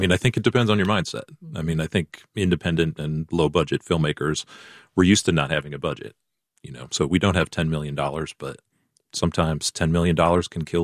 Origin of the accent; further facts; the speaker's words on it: Iowa, United States; now in North Carolina, United States; I come from Iowa